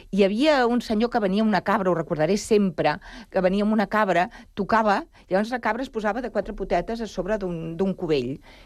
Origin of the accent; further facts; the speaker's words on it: Barcelona, Catalonia, Spain; Catalan is a second language; La meva infantesa, Barcelona, a l'Eixample, jo vaig aprendre català perquè els meus pares van dir allà on fueres, haz lo que vieres.